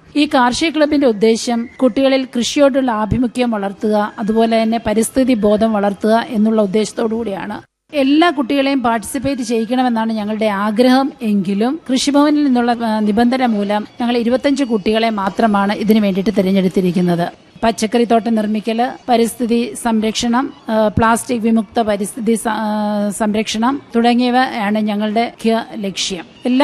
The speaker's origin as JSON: {"language": "Malayalam", "town": "Kollakadavu", "region": "Kerala", "country": "India", "tie": "born or raised there", "said": "കൊല്ലകടവാണ് എന്റെ സ്വദേശം. വെൺമണിയോട് ചേർന്ന് കിടക്കുന്ന ഒരു പ്രദേശമാണ്."}